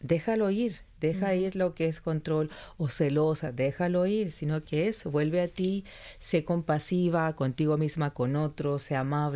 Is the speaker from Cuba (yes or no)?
no; Chile; now in Australia; Yo soy chilena, por tanto ya tenía que empezar a hablar un español más neutro.